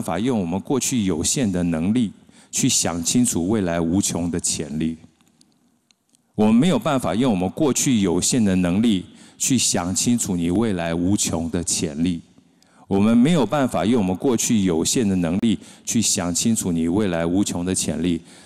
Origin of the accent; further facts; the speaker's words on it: Houli, Taichung, Taiwan; 因为我是台中人啊。你看他台中人就点头很开心，对不对？够凶嘛哈，我是后里人